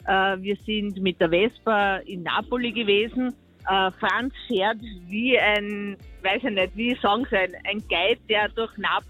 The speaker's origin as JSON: {"language": "German", "region": "Vienna", "country": "Austria", "moved": "yes", "lives_now": "Carinthia, Austria", "said": "Nein, aus Wien."}